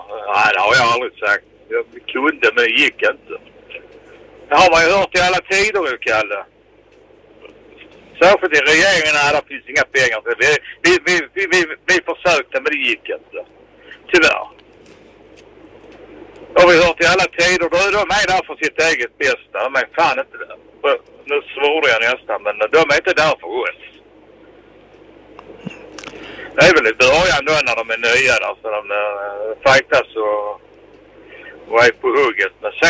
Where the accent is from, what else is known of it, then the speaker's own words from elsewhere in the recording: Malmö, Skåne, Sweden; genomfartet där i Limhamn. Där jag är uppväxt på Gamla Gotland.